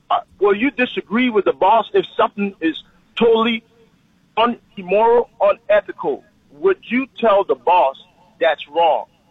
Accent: New York, United States; I grew up in New York. I'm proud of where I'm come from. I got Ebonics in my vocabulary, okay?

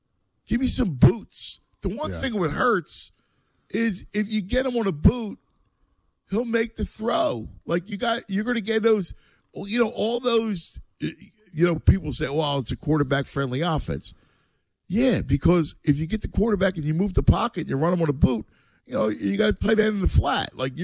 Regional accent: Philadelphia, Pennsylvania, United States; I mean, you know, obviously I'm from Philadelphia

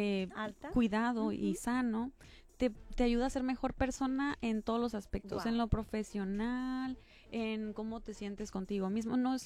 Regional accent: Sonora, Mexico; la otra vez estaban burlando de mí porque soy de Sonora y de repente digo plebes, ¿eh?

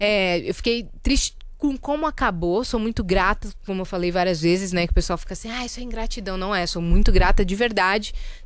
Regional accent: São Paulo, Brazil; A gente é da Zona Norte de São Paulo, né?

